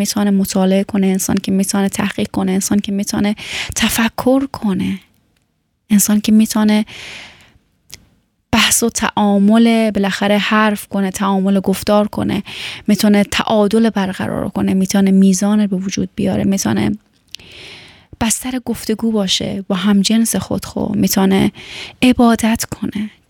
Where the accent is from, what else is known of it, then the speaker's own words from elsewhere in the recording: Afghanistan; باور کنین من چند وقت پیش با یک آلمانی صحبت میکردم که بالاخره وسیله میخواستم بخرم، و این وقتی که فهمید من از افغانستان هستم